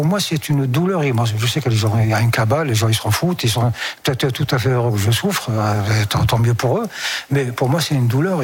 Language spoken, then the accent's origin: French; Algeria; Je suis algérien.